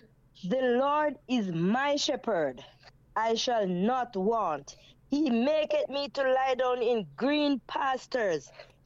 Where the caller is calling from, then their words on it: Peckham, Clarendon, Jamaica; Uncle Andrew, I'm calling from Peckham in Clarendon.